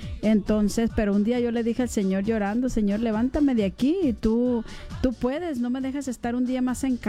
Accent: Mexico; soy mexicana, me gusta ir a México

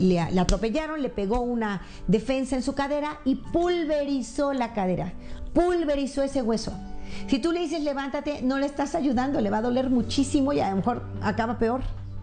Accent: El Paso, Texas, United States; born there; donde yo nací. Saludo a todos los paseños.

